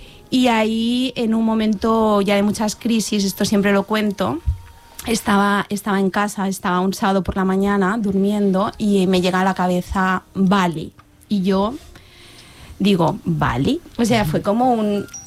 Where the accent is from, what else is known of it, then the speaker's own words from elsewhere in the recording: Barcelona, Catalonia, Spain; Sí, sóc de Barcelona.